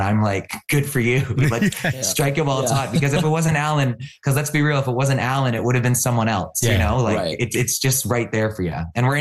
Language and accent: English; Canada; And as a Canadian, you know how excited we get when we find out that someone's Canadian.